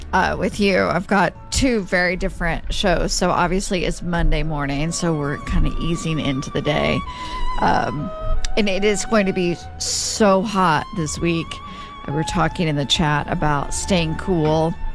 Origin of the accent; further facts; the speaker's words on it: Oklahoma, United States; moved away; I grew up in Oklahoma where it is very hot